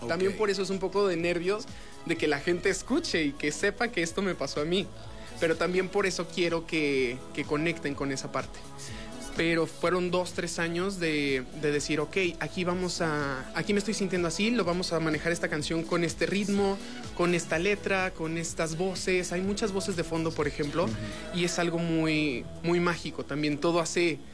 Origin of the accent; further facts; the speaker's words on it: León, Guanajuato, Mexico; Soy de aquí de León, llevo aquí panza verde toda la vida.